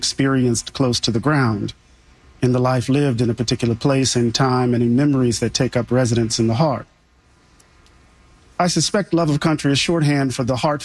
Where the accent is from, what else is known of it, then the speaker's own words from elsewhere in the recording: Mississippi, United States; Maybe it's because I'm from Mississippi